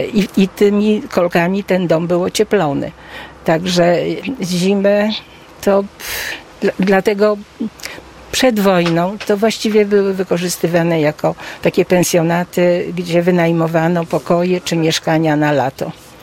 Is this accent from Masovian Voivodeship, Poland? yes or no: yes; Drewniak, Masovian Voivodeship, Poland; born there; Ja mieszkałam w Drewniaku, urodziłam się po prostu w Drewniaku, a nie w Świdermajerze.